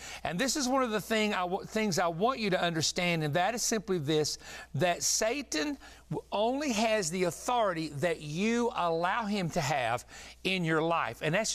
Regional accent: Big Stone Gap, Virginia, United States; when I was a kid growing up in Big Stone Gap, Virginia, my dad was a preacher of a small church, a pastor

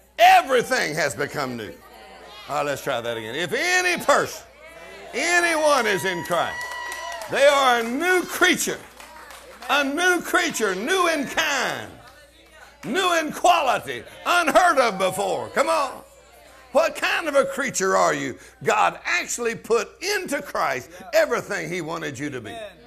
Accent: Texas, United States; I wasn't there. I'm from Texas. I wasn't there.

